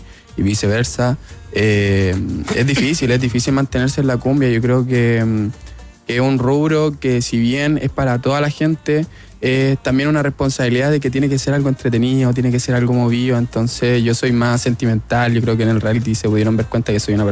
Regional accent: Santiago, Santiago Metropolitan Region, Chile; Yo me crié en La Jaula, no sé si ustedes conocieron La Jaula, que era una barriada bailable que estaba en el Parque O'Higgins, que es como histórico. Y bueno, siempre me crié en estas fiestas donde solamente se tocaba cumbia

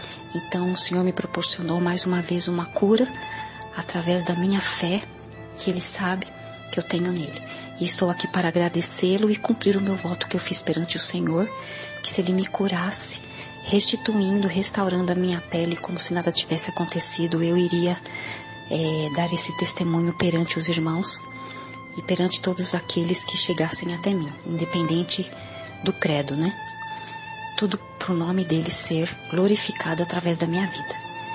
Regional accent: Santo André, São Paulo, Brazil; sou de Santo André

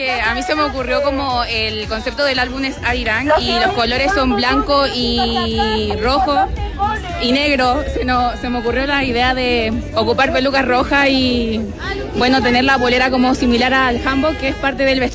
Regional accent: Santiago, Santiago Metropolitan Region, Chile; Soy de acá de Santiago y soy fanática hace como 8 años.

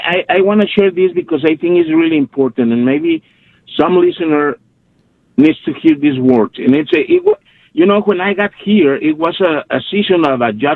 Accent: Monterrey, Nuevo León, Mexico; now in United States; I was born in Monterrey

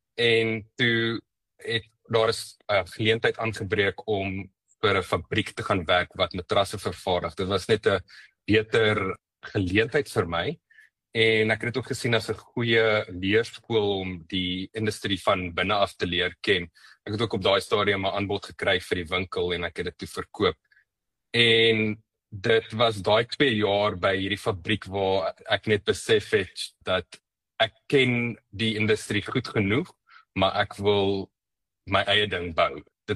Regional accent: Johannesburg, Gauteng, South Africa; Ek het in Johannesburg groot geword in 'n huis waar werk en dissipline en verantwoordelikheid belangrik was.

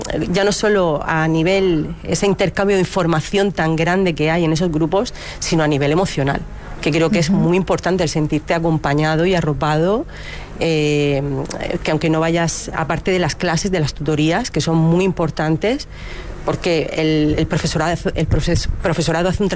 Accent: Region of Murcia, Spain; yo soy muy más murciana que el limón.

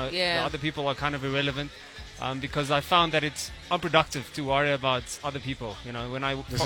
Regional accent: Pretoria, Gauteng, South Africa; I'm from Pretoria and I work in Sandton. So it feels like my home ground in a way.

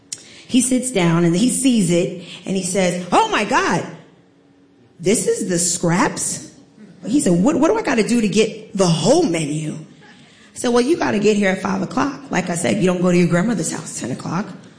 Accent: Staten Island, New York, United States; I'm from Staten Island, but I'm an 8th generation direct descendant from Sandy Ground.

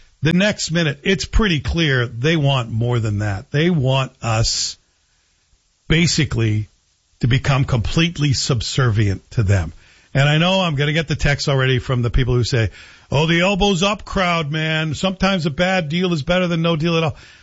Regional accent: Canada; Not doing that as a Canadian.

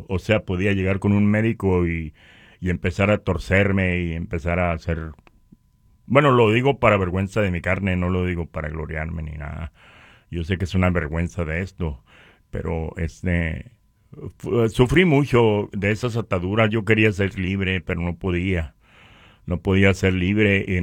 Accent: Puerto Peñasco, Sonora, Mexico; yo me crié en Puerto Peñasco, pero me crié, pues mi mamá era cristiana

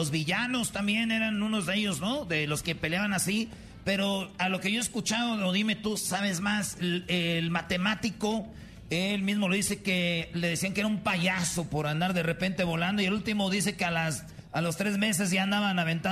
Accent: Michoacán, Mexico; Tú eres de Sonora y me llama la atención, yo soy de Michoacán

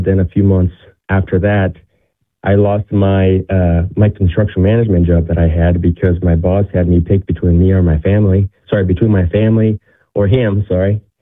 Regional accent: Ecuador; moved away as an adult; now in United States; I grew up in Ecuador for 17 years. I spent there, and then I came to the U.S. to get my engineering degree

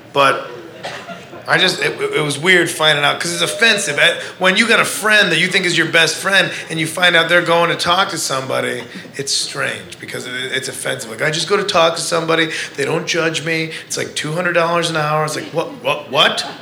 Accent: Midwest, United States; I'm from the Midwest, and so it's weird to come out here and find out that people go to casual therapy.

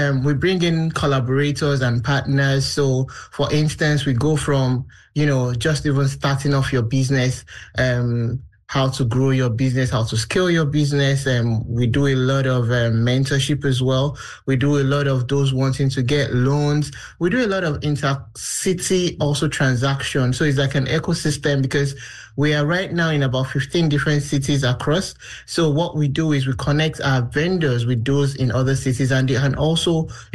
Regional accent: Nigeria; as an African, I'm Nigerian

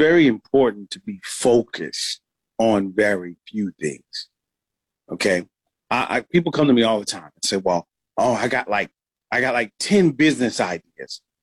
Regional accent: Andrews, South Carolina, United States; I am from the Little A. I am very proud to be from Andrews, South Carolina.

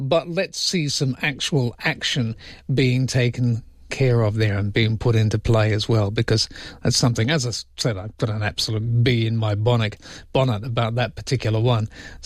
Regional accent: Loughton, East of England, United Kingdom; born there; I was born in Loughton in Essex, but that's about all I could tell you about that.

